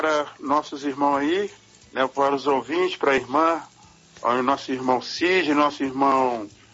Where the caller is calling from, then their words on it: Belo Horizonte, Minas Gerais, Brazil; Hoje estou falando aqui de Belo Horizonte.